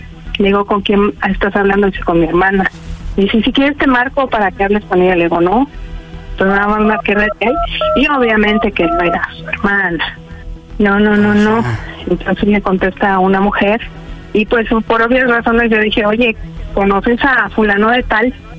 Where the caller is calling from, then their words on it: Ecatepec, State of Mexico, Mexico; Soy de Catepec.